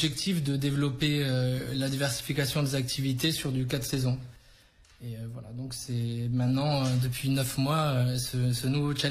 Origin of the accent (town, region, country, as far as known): Avignon, Provence-Alpes-Côte d'Azur, France; born there; now in Bédarieux, France